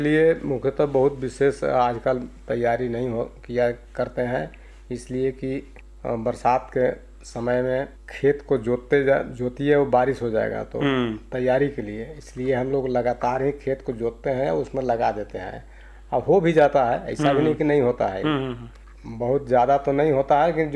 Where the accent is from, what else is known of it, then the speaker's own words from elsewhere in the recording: Daltonganj, Jharkhand, India; आज जनरली बाज़ार व्यवस्था तो वैसे मेरा शहर डाल्टनगंज है